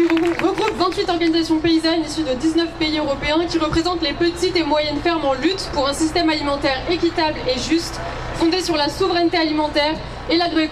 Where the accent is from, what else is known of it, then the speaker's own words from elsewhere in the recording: Netherlands; je viens des Pays-Bas et je suis paysanne